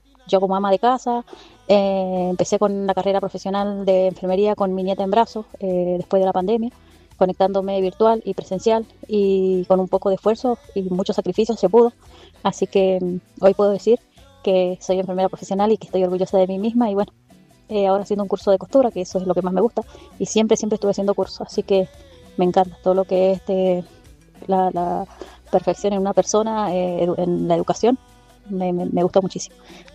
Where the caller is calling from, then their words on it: Lavalle, Argentina; Soy de La Valle.